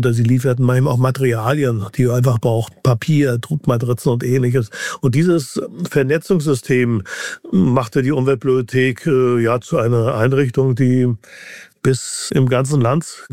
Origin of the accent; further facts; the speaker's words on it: Mecklenburg-Vorpommern, Germany; Und ich bin eben auch in einem Milieu groß geworden, so südlich von Rostock